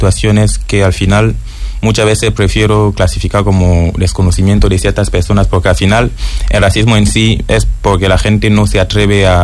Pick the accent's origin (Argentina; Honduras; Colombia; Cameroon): Cameroon; Spanish is a second language; moved away as an adult; now in Huelva, Spain; nazco en Camerún en 2000 y estudio ahí hasta conseguir el grado, lo que en mi país se dice licenciatura, en filología hispánica.